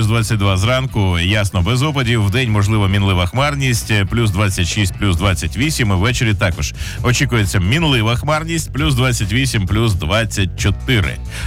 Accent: Vinnytsia, Vinnytsia Oblast, Ukraine; Ми дізнаємося про все найцікавіше, що відбувається в нашому рідному місті, в Україні, в Вінницькій області.

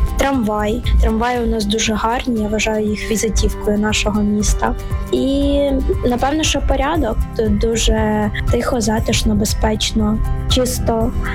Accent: Vinnytsia, Vinnytsia Oblast, Ukraine; Це моє рідне місто. Воно буде завжди для мене найкращим і найріднішим. Тому що я тут народилася, виросла, живу тут

